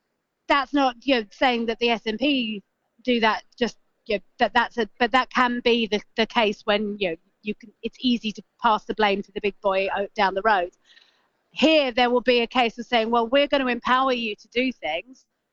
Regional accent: London, United Kingdom; I'm a Londoner, born and bred

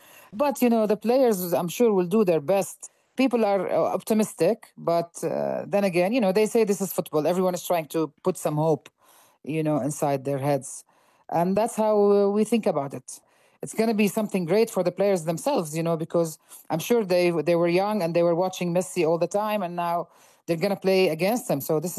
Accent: Jordan; I'm from Jordan.

